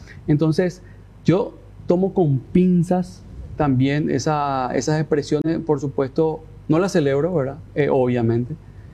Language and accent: Spanish; Paraguay; Yo siempre voy a estar del lado paraguayo porque soy paraguayo.